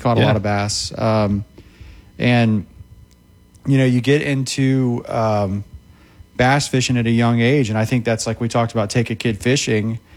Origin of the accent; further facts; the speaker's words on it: Jacksonville, Florida, United States; Growing up in Jacksonville. Growing up in Jacksonville. They were everywhere